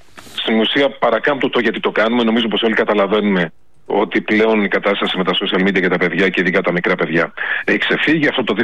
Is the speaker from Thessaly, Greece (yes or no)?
yes; Trikala, Thessaly, Greece; Ως τρικαλινός φοιτητής στην Αθήνα